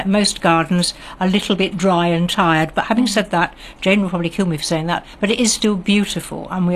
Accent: Porlock, South West England, United Kingdom; accent: BBC; I'm not locally born and bred. I come from the West Country. So I'm an Oire girl from down there.

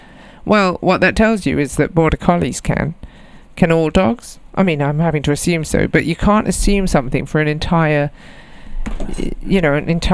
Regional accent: Jamaica; growing up in Jamaica, we all had Alsatians and pit bulls and mastiffs and stuff because they're great guard dogs

